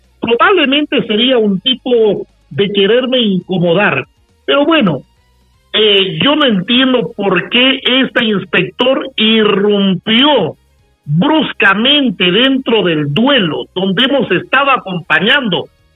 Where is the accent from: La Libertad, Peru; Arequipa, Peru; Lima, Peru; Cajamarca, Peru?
Cajamarca, Peru; Cutervo; los que conocemos y somos de Cutervo